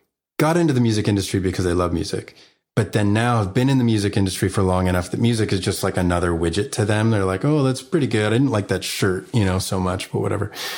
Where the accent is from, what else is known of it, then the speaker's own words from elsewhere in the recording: Vancouver, British Columbia, Canada; I'm from Vancouver